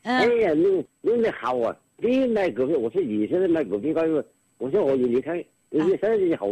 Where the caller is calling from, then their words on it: Tianjin, China; 我是天津